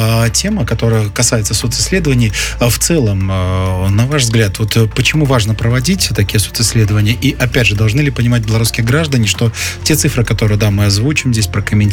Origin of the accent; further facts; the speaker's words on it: Belarus; мы, белорусы, сами решаем судьбу своей страны